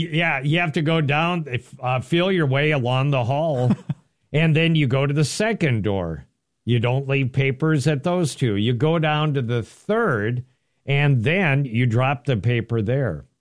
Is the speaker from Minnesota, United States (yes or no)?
yes; Willmar, Minnesota, United States; growing up in Wilmer